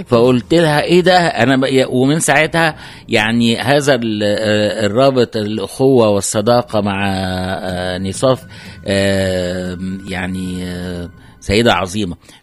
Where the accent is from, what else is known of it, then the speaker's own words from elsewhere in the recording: Egypt; احنا طبعا من تونس هند موجودة في مصر